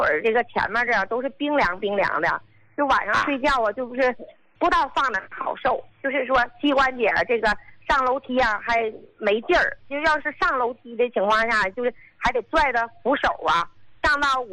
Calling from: Qinhuangdao, Hebei, China; 胡老，我是秦皇岛的、

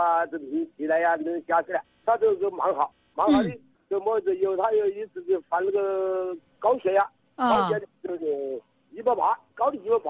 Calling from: Xiantao, Hubei, China; 我是仙桃人。

